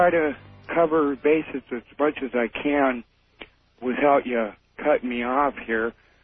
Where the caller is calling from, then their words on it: Bremerton, Washington, United States; from Bremerton.